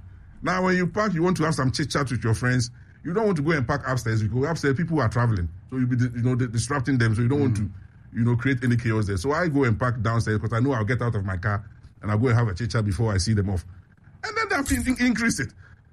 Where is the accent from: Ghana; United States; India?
Ghana